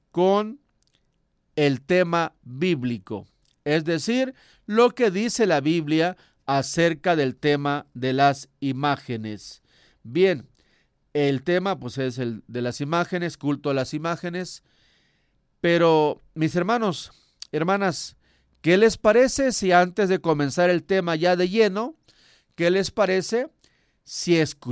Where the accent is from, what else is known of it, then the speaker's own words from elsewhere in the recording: Veracruz, Mexico; born there; allá desde Martínez de la Torre, Veracruz, mi tierra, allá donde cerquita por ahí nací, el elegido el Cabellal.